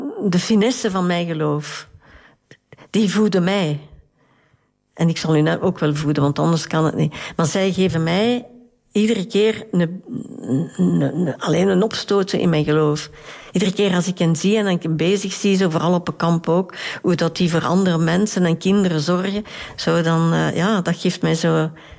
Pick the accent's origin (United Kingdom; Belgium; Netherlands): Belgium; Tienen, Flanders; ik ben geboren en getogen in Tiene, dus ik ken Tiene heel goed